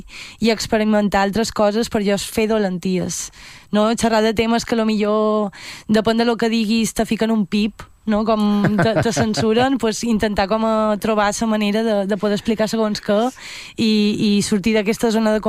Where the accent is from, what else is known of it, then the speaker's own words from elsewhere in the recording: Marratxí, Balearic Islands, Spain; Jo soc de Marratxí, però faig molta vida a Palma.